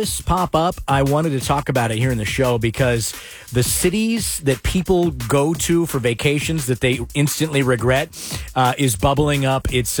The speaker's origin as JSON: {"language": "English", "region": "Florida", "country": "United States", "said": "I'm from Florida."}